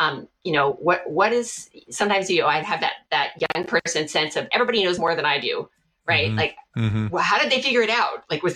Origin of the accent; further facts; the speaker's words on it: East Coast, United States; also born or lived in New York / Pennsylvania / Maryland / Washington, D.C.; I grew up, on the East Coast. I was born in upstate New York, lived there when I was little, lived in Pennsylvania, then in Maryland, then in DC.